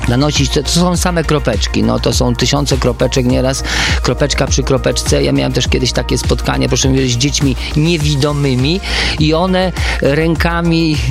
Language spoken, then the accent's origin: Polish; Lower Silesian Voivodeship, Poland; born there; Ja się urodziłem na Dolnym Śląsku i tu są spotkanie kilku kultur praktycznie, nie?